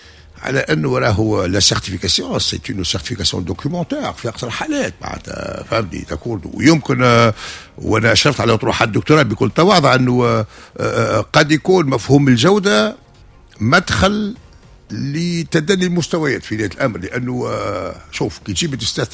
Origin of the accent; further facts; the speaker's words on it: Tunisia; عندنا في تونس